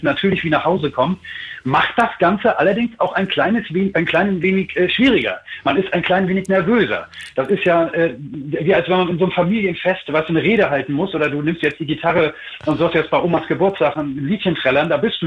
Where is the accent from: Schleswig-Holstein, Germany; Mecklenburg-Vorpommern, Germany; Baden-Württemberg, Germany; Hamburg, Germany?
Schleswig-Holstein, Germany; Flensburg; Also wir sind ja hier nun mal Schleswig-Holsteiner, wir sind ja Flensburger, wir sind ja Jungs von der Küste.